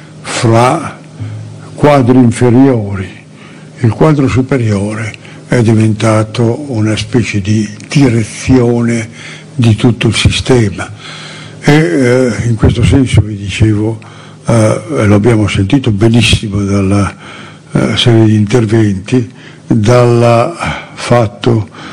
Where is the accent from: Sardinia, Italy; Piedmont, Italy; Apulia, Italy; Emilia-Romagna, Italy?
Emilia-Romagna, Italy; Reggio Emilia; nella mia città natale Reggio Emilia, terra del tricolore